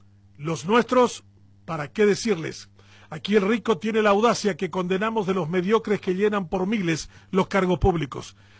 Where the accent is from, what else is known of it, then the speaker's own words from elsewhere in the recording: Paraguay; Somos unos inútiles como paraguayos.